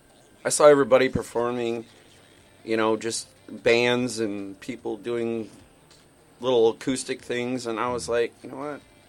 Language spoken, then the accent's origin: English; West De Pere, Wisconsin, United States; I'm a native from West De Pere.